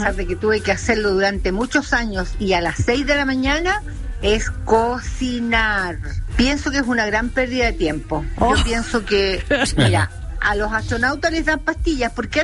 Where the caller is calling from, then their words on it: Limache, Valparaíso, Chile; Les hablo de Limache.